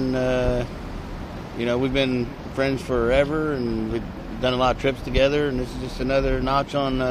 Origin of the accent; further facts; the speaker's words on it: Salem, Indiana, United States; from Salem, Indiana.